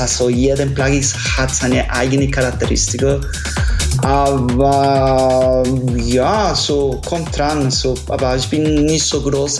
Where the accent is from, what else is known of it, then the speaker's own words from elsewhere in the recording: Colombia; German is a second language; moved away; Also ich als Kolumbianer, ich wollte meine Folklore in die Underground-Welt bringen.